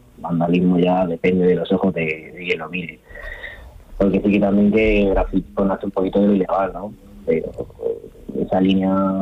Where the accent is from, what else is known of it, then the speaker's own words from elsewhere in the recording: Ciudad Real, Castilla-La Mancha, Spain; Yo soy de Ciudad Real.